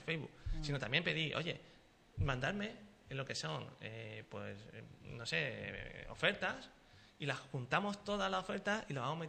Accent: Sanlúcar, Andalusia, Spain; nosotros somos de Sanlúcar

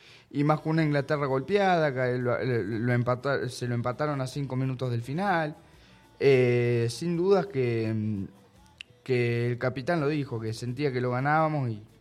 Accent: Argentina; nosotros que somos argentinos

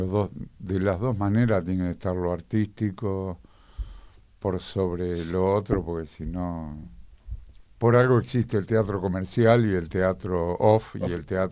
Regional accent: Loma Negra, Buenos Aires Province, Argentina; also born or lived in Olavarría; Me crié en Loma Negra, frente a una fábrica de cemento.

